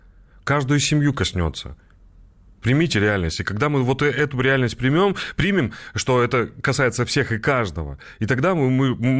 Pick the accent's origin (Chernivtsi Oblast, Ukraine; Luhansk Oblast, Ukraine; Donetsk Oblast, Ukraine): Donetsk Oblast, Ukraine; Donetsk; я же из Донецка. Вот нас с 15-го года просто утюжит всем.